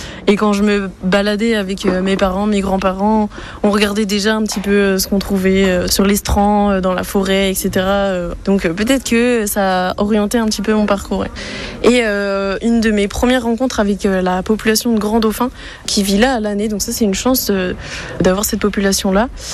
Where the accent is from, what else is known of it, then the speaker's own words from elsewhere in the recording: Brest, Brittany, France; J'ai grandi à Brest